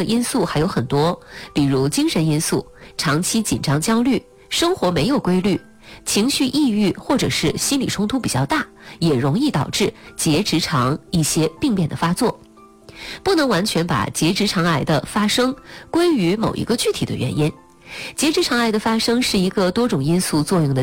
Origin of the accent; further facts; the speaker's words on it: China; 以前我们中国人的饮食结构主要是以蔬菜为主